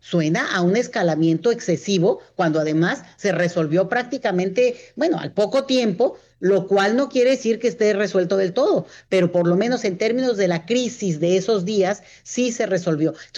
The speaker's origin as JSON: {"language": "Spanish", "country": "Mexico", "said": "nos incluye como mexicanos"}